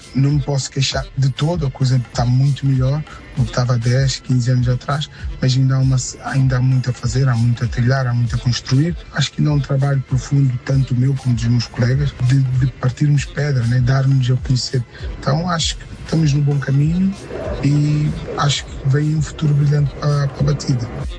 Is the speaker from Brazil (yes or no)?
no; São Tomé & Príncipe; sou de São Tomé